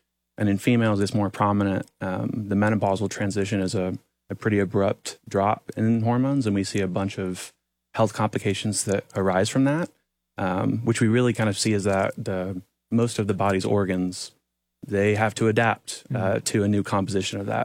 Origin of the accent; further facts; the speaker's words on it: Indiana, United States; also born or lived in Lexington, Kentucky / Pittsburgh, Pennsylvania; So I'm from Northwest Indiana. So I went to Purdue University for undergraduate and master's.